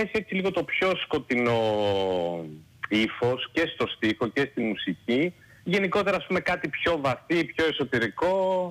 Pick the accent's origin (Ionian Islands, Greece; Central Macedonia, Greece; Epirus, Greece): Epirus, Greece; Ioannina; είμαι από τα Γιάννενα, όπως είπες. Μέσα στα βουνά μεγαλωμένος, ναι. Χωρίς ορίζοντα.